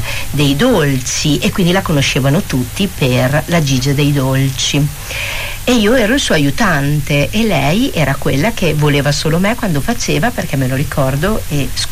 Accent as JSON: {"language": "Italian", "town": "Bologna", "region": "Emilia-Romagna", "country": "Italy", "tie": "born there", "said": "perché io sono nata a Birra Bologna. Nella zona prima dell'aeroporto."}